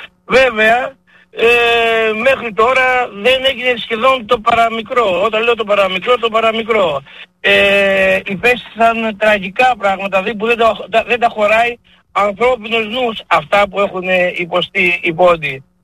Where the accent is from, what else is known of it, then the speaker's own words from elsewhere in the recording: Western Greece, Greece; το χωριό μου του Παμπαλιό και γενικά την Τροκαρνανία